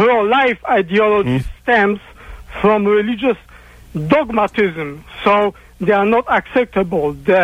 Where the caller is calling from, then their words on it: Colombia; I am from Colombia.